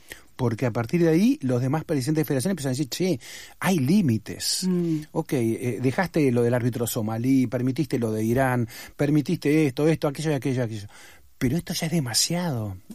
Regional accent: Argentina

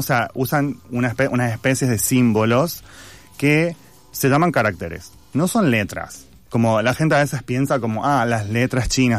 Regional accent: La Rioja, Argentina; moved away; also born or lived in Beijing; Soy riojano, otro dato.

